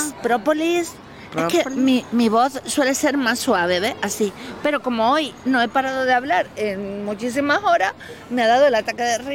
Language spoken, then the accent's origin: Spanish; Seville, Andalusia, Spain; tú eres como yo de Sevilla